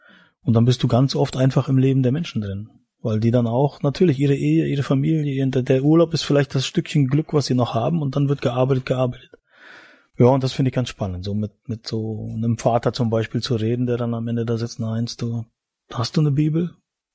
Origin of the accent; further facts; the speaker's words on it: East Germany, Germany; ich bin ein Ostdeutscher, und da war Glaube nicht so das Thema